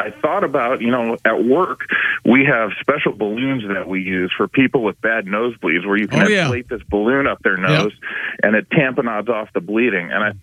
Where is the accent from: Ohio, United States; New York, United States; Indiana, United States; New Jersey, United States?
Ohio, United States; Cleveland; I also grew up in the Cleveland area